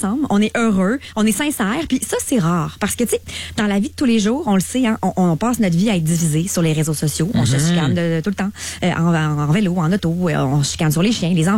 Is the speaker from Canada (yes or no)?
yes; Quebec City, Quebec, Canada; Je viens de Québec, donc j'allais sur les plaines à chaque année. Ouais. Tu sais, mon adolescence s'est façonnée sur les plaines, à coup de 23 juin.